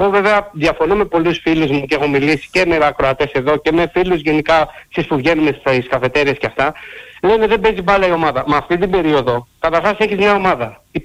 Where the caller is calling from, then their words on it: Corinth, Peloponnese, Greece; είμαι από την Κόρυνθο